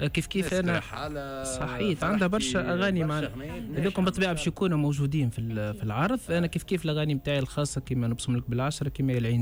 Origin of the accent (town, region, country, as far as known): Tunisia